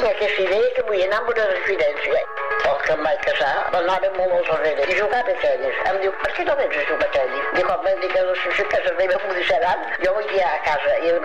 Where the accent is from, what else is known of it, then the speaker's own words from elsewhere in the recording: Catalonia, Spain; Tardera, el meu poble, per la meva família, tenia un negoci de pa